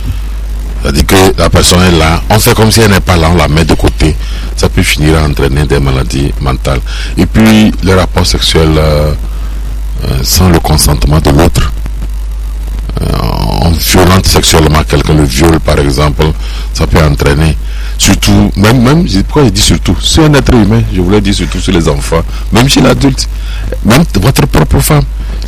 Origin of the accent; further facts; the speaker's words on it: Mango, Savanes, Togo; je suis de la région, hein. Moi, je suis né à Mango, j'ai grandi à Mango